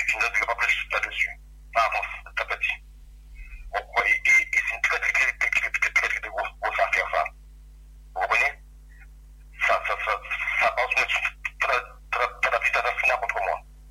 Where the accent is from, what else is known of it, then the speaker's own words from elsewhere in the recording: Guadeloupe; moi je suis Guadeloupéen et j'ai le mental.